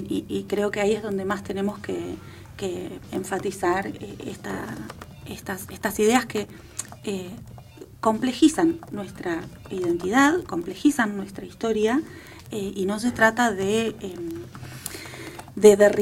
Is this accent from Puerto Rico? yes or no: no; Argentina